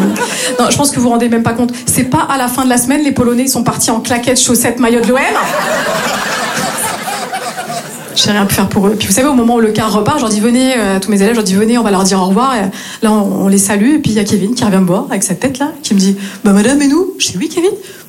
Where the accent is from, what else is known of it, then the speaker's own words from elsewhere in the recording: Grand Est, France; now in Marseille, France; je viens du nord-est de la France, et je me suis installée ici à Marseille il y a tout juste 3 ans et demi.